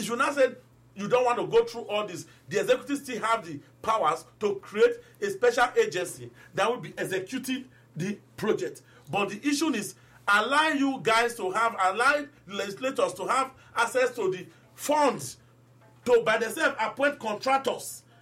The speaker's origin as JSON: {"language": "English", "region": "Edo", "country": "Nigeria", "said": "I'm from Esako West local government area, for example. I'm from constituency 2."}